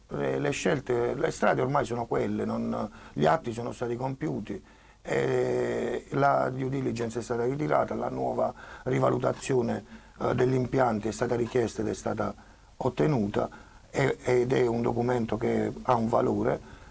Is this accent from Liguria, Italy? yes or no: no; Taranto, Apulia, Italy; Io sono tarantino, tante generazioni